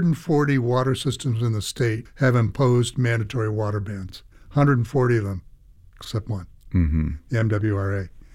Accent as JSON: {"language": "English", "town": "Belmont", "region": "Massachusetts", "country": "United States", "tie": "born or raised there", "said": "I grew up in Belmont, and I never once thought when I opened a tap where my water comes from."}